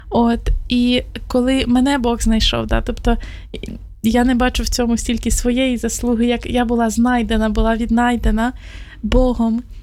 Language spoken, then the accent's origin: Ukrainian; Pavlohrad, Dnipropetrovsk Oblast, Ukraine; я сама походжу родом з Дніпропетровської області, з міста Павлоград.